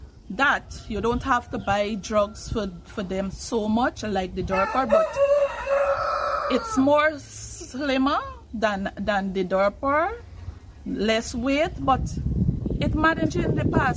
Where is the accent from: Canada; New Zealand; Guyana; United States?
Guyana; Lovely Lass, Mahaica-Berbice; I'm from Lovely Lass, West Coast Burbies, Region 5. I'm a farmer who mind sheep